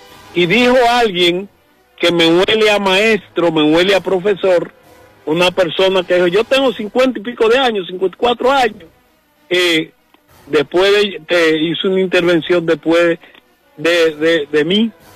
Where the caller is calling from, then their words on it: Dominican Republic; lo que está viviendo la República Dominicana. Si las instituciones en mi país